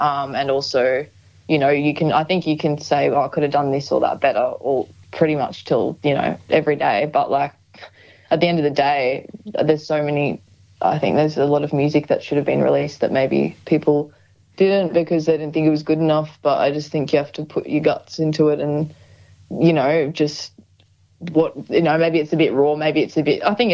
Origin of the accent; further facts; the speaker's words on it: Queensland, Australia; Oh, yeah, I'm just from Queensland.